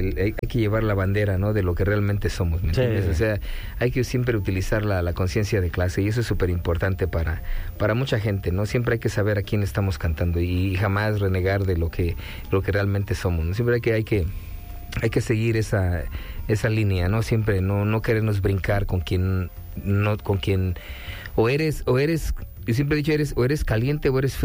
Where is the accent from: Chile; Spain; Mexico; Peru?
Mexico; Ecatepec, State of Mexico; yo nací en Santa Clara, Ecatepec.